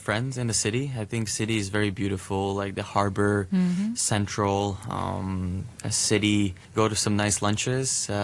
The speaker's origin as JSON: {"language": "English", "country": "Latvia", "said": "because I talk with, like, people from my home country, and I say, hey, this is so much different. Like, you see AI camera. Like, why would you need AI camera? But we have it. So I think Latvia is right now focusing on"}